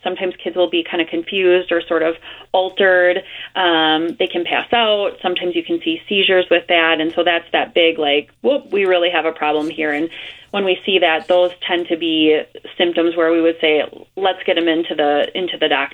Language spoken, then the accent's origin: English; Fox Valley, Wisconsin, United States; So I grew up in the Fox Valley